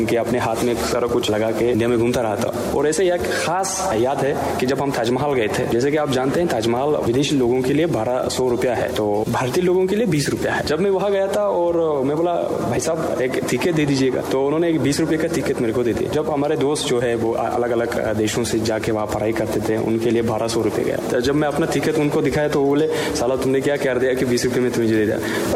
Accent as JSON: {"language": "Hindi", "country": "Tajikistan", "second_language": "Hindi", "said": "जैसे कि आप देख रहे हैं कि मैं जब वहाँ गया था तो लोग मुझे नहीं समझे कि मैं ताजिकिस्तान से हूँ, वो बोले थे कि हाँ मैं एक भारतीय हूँ, एक उनके भाई हूँ।"}